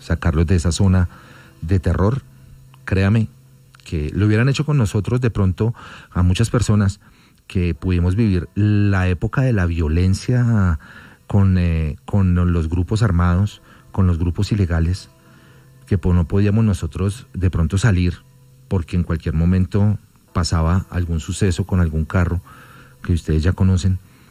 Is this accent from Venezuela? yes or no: no; Colombia; Somos colombianos